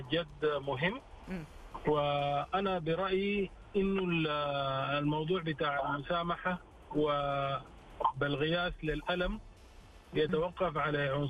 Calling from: Riyadh, Riyadh Province, Saudi Arabia

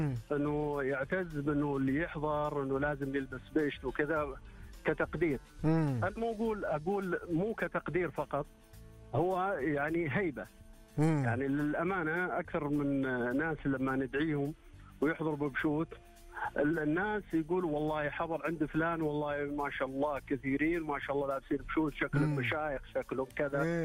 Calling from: Riyadh, Riyadh Province, Saudi Arabia; من الرياض

